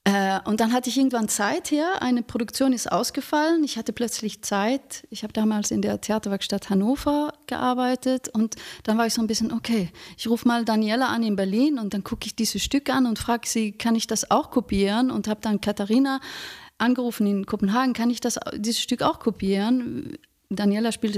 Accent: Sweden; also born or lived in Denmark / England; now in Germany; Ich bin Schwedin, genau.

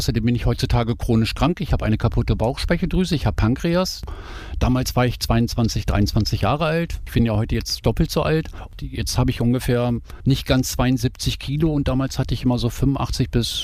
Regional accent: Hildesheim, Lower Saxony, Germany; born there; also born or lived in Sarstedt / Kleinfürste; Meine Mutter ist mit mir dort dann damals hier nach Hildesheim gezogen. Ich bin hier in Hildesheim dann quasi als Kind, Jugendlicher groß geworden, hier zur Schule gegangen

